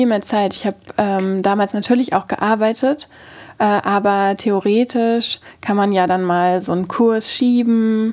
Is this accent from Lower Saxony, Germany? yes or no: no; Hamburg, Germany; ich bin schon da an Hamburg aufgewachsen und so teilweise in Wilhelmsburg.